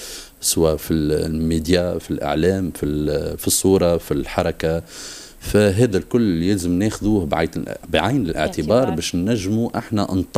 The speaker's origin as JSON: {"language": "Arabic", "country": "Tunisia", "tie": "born or raised there", "said": "لاني انا ولد تونس مولود لهنا وعايش في مجتمع تونسي"}